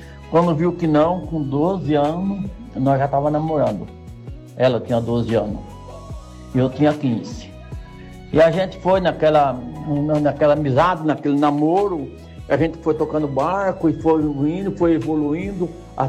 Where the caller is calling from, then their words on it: Maringá, Paraná, Brazil; Eu sou de Maringá